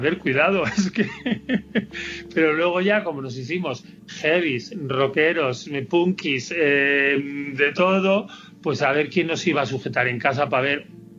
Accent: Spain; moved away as an adult; now in Berlin, Germany; yo viví ese furor, a ver, de niño, en mi pueblo... Cuando escuchábamos, a ver, escuchábamos cuando yo tenía 6 años, a finales de los 60, primeros de los 70

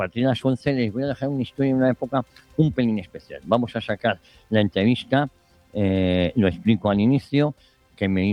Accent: Spain

